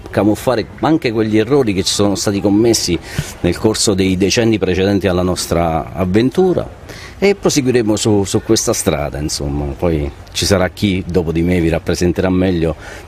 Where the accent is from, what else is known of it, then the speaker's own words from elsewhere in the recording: Molise, Italy; siamo entrambi molisani. Però è impossibile non innamorarsi di questo territorio.